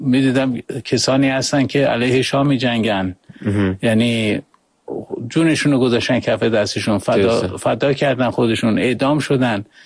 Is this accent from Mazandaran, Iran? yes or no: no; Tehran, Tehran Province, Iran; moved away as an adult; also born or lived in Kermanshah; از بچگی ولی خانواده‌ام اومدن تهران دیگه، در واقع از تهران بزرگ شدم، اونجا مدرسه و دبیرستان رفتم